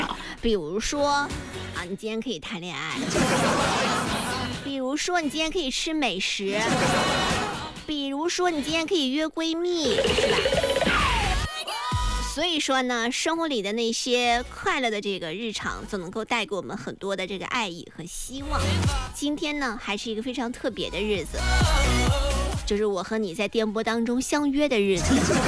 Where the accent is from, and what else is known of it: China